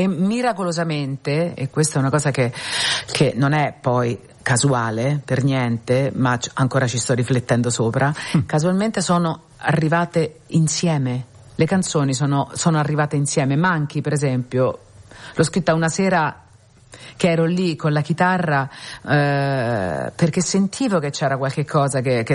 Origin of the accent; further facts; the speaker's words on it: Rome, Lazio, Italy; also born or lived in Tuscany; io sono partita dalla Toscana dopo 5 anni e sono tornata nella mia città, a Roma.